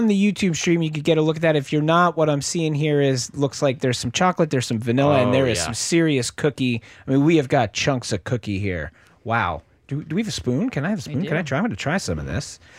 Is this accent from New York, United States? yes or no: no; Pennsylvania, United States; And there was a place where I grew up in Pennsylvania where they had pretzel cones and I love pretzels.